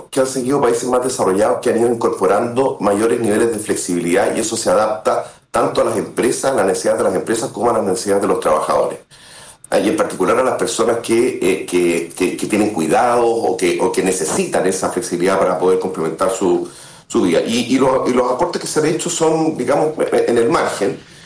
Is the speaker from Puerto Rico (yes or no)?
no; Chile